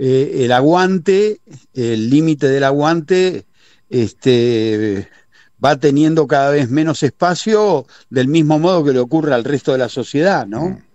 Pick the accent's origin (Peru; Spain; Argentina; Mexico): Argentina; nos avergüenza como argentinos